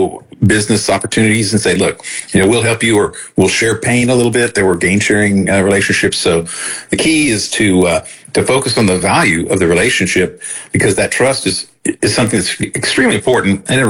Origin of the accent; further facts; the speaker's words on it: San Angelo, Texas, United States; born there; moved away; also born or lived in Corpus Christi; And then I lived in Corpus Christi for 8 years, and so South Texas, Central Texas, and I was born in West Texas, so I'm from San Angelo. So I'm Texas all through and through.